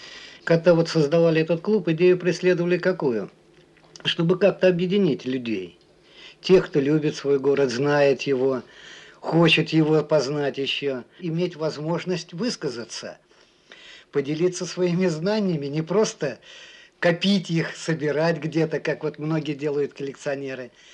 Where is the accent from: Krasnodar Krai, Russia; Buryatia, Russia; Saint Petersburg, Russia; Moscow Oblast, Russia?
Saint Petersburg, Russia; родился я в Ленинграде и учился здесь, в Ленинграде, за исключением блокады. 5 мая 1945 года мы вернулись снова в город.